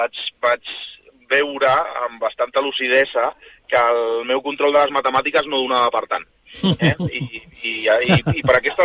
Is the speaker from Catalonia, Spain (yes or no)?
yes; El Vendrell, Catalonia, Spain; Jo no soc de Valls, soc del Vendrell.